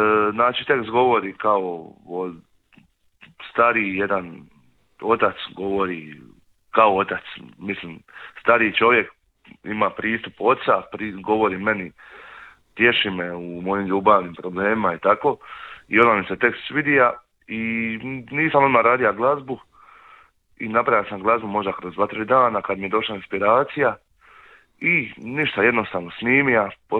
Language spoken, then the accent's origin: Croatian; Zaton, Šibenik-Knin County, Croatia; Spot je sniman u Zatonu kod Šibenika, odakle sam ja